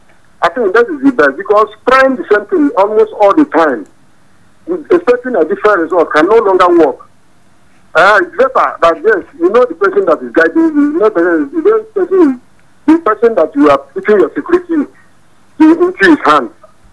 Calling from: Nigeria; I say this is … calling from Serindada.

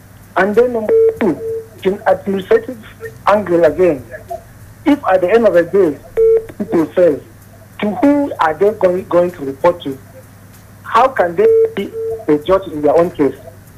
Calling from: Jos, Plateau, Nigeria; I'm calling from Jos.

